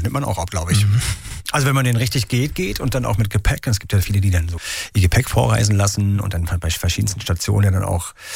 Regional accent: Ueckermünde, Mecklenburg-Vorpommern, Germany; born there; Ist meine Geburtsstadt.

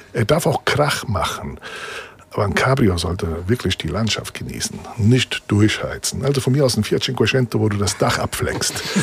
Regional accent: Germany; born there; German is a second language; also born or lived in Italy; ich bin seit 1969 in Deutschland, bin zwar in Italien geboren, habe auch hier mein Abi machen dürfen, aber ich habe immer noch Schwierigkeiten mit der deutschen Sprache.

